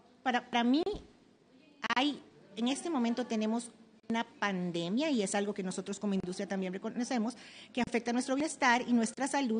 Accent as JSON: {"language": "Spanish", "country": "Costa Rica", "said": "En mi país tiembla mucho, aquí tiembla mucho."}